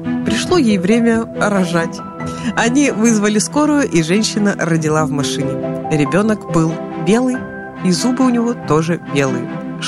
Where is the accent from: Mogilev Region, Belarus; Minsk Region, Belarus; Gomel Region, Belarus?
Mogilev Region, Belarus; Bobruisk; я из Белоруссии, из Бобруйска.